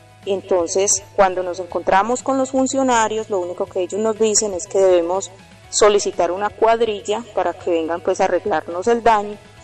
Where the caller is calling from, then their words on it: Argelia, Valle del Cauca, Colombia; somos campesinos, somos del municipio de Argelia